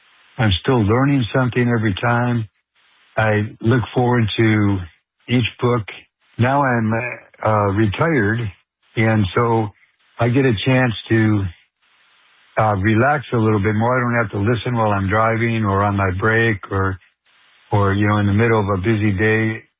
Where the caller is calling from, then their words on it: Hollister, California, United States; I'm listening from Hollister, California on the podcast.